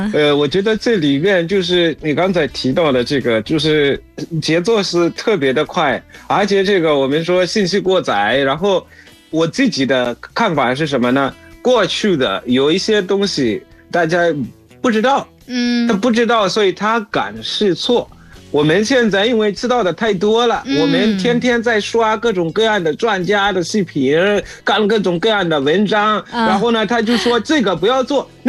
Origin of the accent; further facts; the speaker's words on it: Zimbabwe; 我是来自津巴布韦的